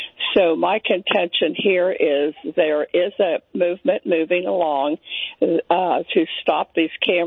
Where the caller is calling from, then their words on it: Crescent Springs, Kentucky, United States; Crescent Springs.